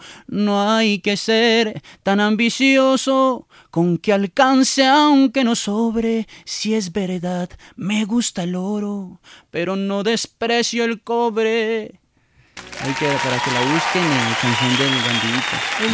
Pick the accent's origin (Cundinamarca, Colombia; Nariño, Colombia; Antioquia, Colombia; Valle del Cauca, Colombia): Cundinamarca, Colombia; Fómeque; moved away; yo soy una persona de campo, absolutamente de campo. Yo me crié en el campo en Fomeque, Cundinamarca, con mi padre que es avicultor.